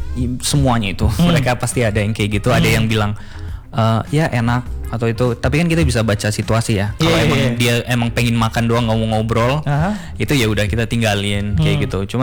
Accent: Batam, Riau Islands, Indonesia; moved away as an adult; also born or lived in Jakarta / Bogor / Melbourne, Australia; Aku itu besar di Batam, terus tapi lahirnya di Jakarta.

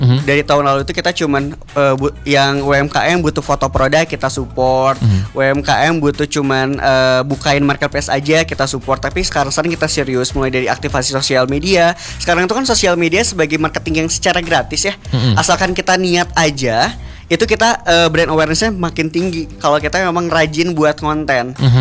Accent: Bandung, West Java, Indonesia; Aku asli Bandung tapi kerjanya di Garut. Orang Garut ke Bandung.

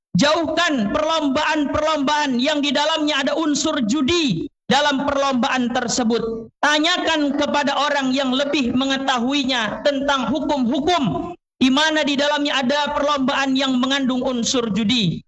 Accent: Indonesia; kita orang Timur, orang Indonesia.

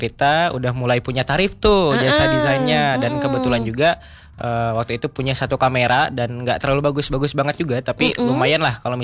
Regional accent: Garut, West Java, Indonesia; born there; SMA dulu dari SMA IT Darul Amin di Garut, pesantren.

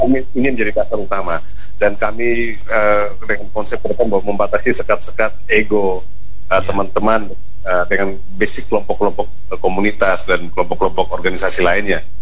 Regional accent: Timor-Leste; adat kita Timoroan. Nah, kita semuanya kita orang Timor.

